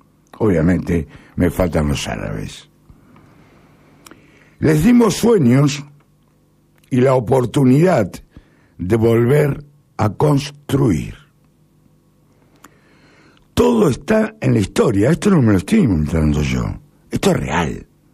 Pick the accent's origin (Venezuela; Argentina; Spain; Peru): Argentina